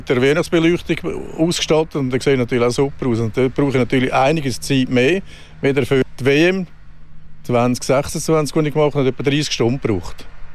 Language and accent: German; Switzerland; als Schweizer ist das natürlich so und so.